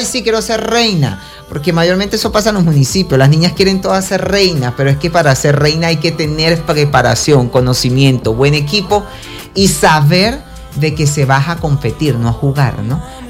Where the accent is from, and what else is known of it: Venezuela